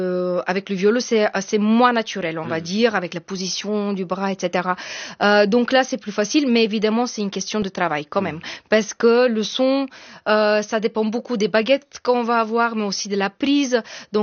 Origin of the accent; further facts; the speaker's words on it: Bulgaria; French is a second language; moved away as an adult; now in France; j'ai grandi en Bulgarie, dans une famille de musiciens